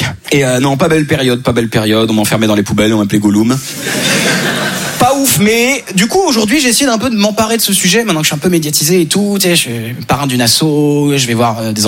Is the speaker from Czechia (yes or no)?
no; Switzerland; now in France